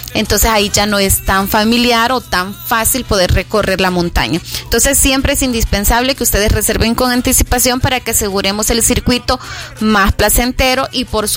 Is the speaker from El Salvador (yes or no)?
yes; El Salvador; nuestro pasaporte como salvadoreños